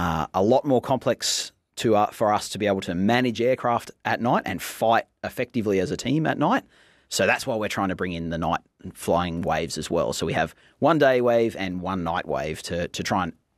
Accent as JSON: {"language": "English", "town": "Gilgandra", "region": "New South Wales", "country": "Australia", "tie": "born or raised there", "said": "Gilgandra is my hometown. For those not aware, in western New South Wales, small town of about 2,000 to 2,500 people. I grew up on a farm there as a young fella."}